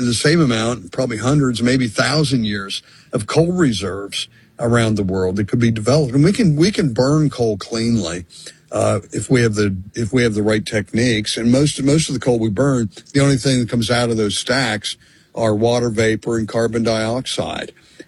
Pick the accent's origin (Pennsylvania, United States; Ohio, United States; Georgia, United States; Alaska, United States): Pennsylvania, United States; born or raised there